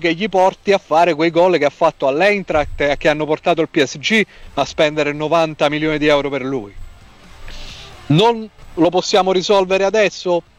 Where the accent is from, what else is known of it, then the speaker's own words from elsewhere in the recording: Minturno, Lazio, Italy; Tu sai, io sono di Minturno, e a Minturno un periodo ha giocato proprio da ragazzo Dino Fava Passaro